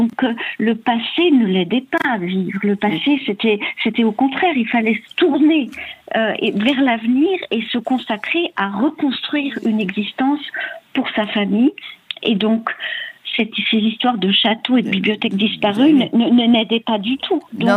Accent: Geneva, Switzerland; born there

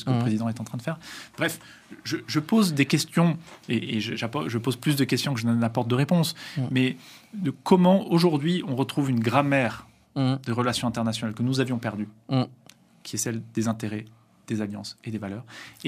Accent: France; Donc, un espèce de décalage entre cette logique de puissance qui nous a construite en tant que Français

